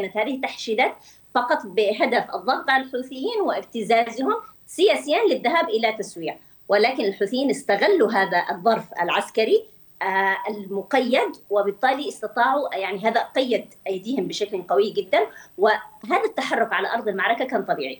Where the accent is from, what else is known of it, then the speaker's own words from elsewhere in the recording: Yemen; أنا كيمنية